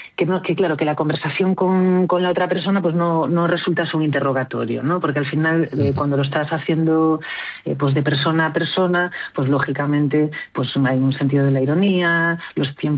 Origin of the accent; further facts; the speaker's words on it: Galicia, Spain; Yo, que soy gallega